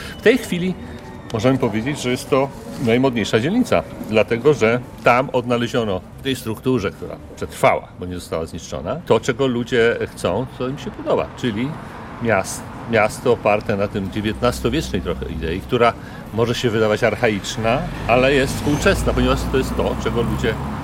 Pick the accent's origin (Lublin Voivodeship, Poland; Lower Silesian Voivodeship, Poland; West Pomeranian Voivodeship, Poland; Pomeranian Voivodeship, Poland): Lublin Voivodeship, Poland; Lublin; now in Łódź, Poland; Ja pochodzę z Lublina, ale z Łodzią się związałem już od 20 kilku lat